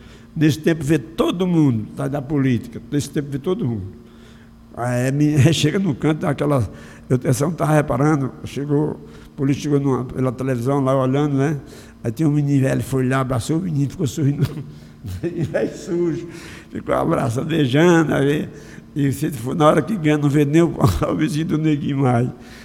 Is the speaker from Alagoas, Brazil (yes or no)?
yes; Canapi, Alagoas, Brazil; moved away; also born or lived in Major Isidoro, Alagoas; Canapi, minha terra, que eu gosto, que eu amo, que eu quero bem. Eu sou filho natural de Major Osório, mas eu não me sinto filho natural de Major Osório. Eu me sinto filho natural de Canapi, sertão de Alagoas, onde eu vivi muito tempo lá